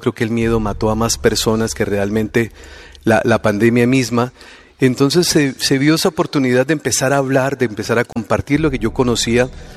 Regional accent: Colombia

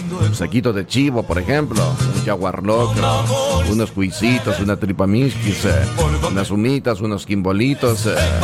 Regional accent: Ecuador; nosotros podemos responder con mucho orgullo: ecuatoriano soy.

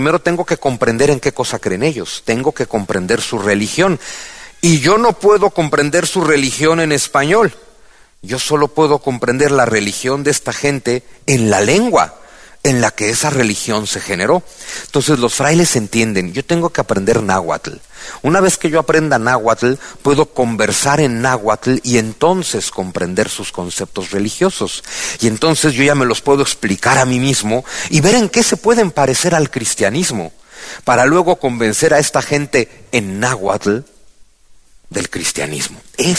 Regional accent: Mexico; Afortunadamente no soy el único mexicano que está en la batalla en la que yo estoy.

